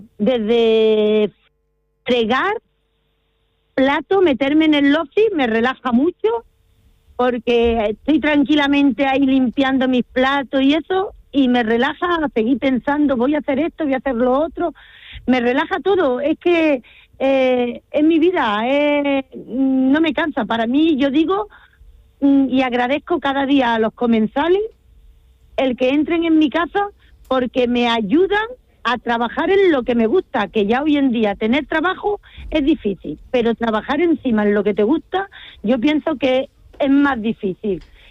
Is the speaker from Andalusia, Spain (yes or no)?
yes; Málaga, Andalusia, Spain; moved away as an adult; now in Talavera de la Reina, Spain; de mi tierra, que no la puedo olvidar, claro, de mi Málaga natal no la puedo olvidar.